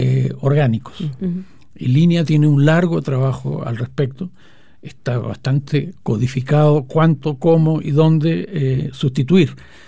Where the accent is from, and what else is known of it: Chile